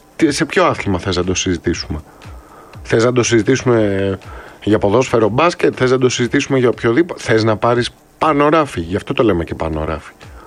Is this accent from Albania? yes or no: no; Greece; ως Έλληνας